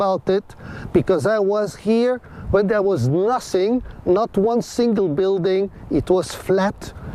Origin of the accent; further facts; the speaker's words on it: Belgium; now in China; I'm from Belgium.